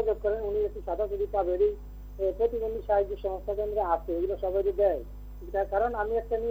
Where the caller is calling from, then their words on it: Faridpur, Dhaka Division, Bangladesh; জেলা ফরিদপুর উপজেলা সদর … দৃষ্টি প্রতিবন্ধী।